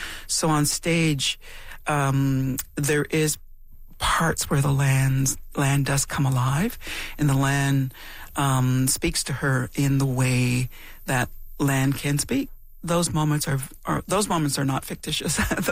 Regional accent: Temagami, Ontario, Canada; When I grew up in Tomogamy, in Northern Ontario

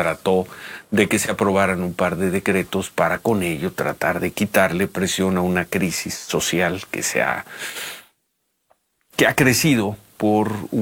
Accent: Mexico City, Mexico; Ahora sí que crecimos viendo campamentos, sí, en el Zócalo y por todos lados.

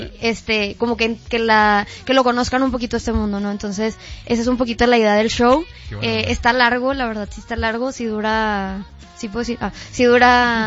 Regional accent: Monterrey, Nuevo León, Mexico; Y bueno, pues obviamente soy de Monterrey, entonces obviamente crecí con banda full.

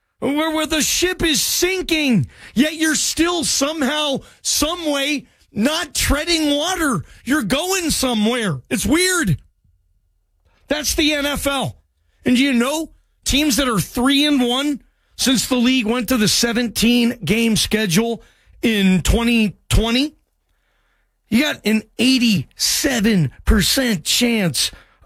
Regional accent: Seattle, Washington, United States; now in Mountain time zone, United States; That's almost the same as like when I grew up, Seattle, Pacific time zone.

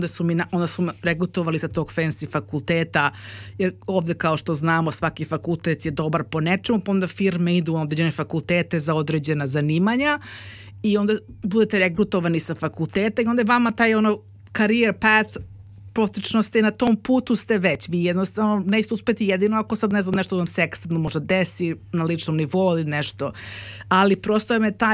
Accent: Belgrade, Serbia; now in Melbourne, Australia; ja sam odrasla u Beogradu na Petlom brdu, koga briga sad Petlom brdu, mislim, na kraj sveta

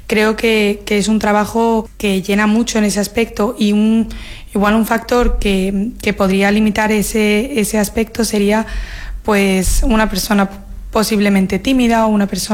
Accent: Ibiza, Balearic Islands, Spain; yo por suerte soy de aquí, de Ibiza

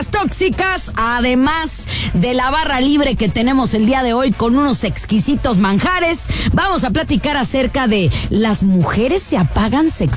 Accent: Guadalajara, Jalisco, Mexico; moved away; no nos rajamos como buenas tapatías y mexicanas que somos.

